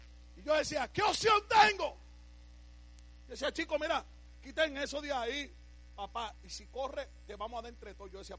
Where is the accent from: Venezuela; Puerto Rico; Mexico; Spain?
Puerto Rico; Loíza; Me expulsaron de la única escuela superior que en aquella época había en mi pueblo de Loíza.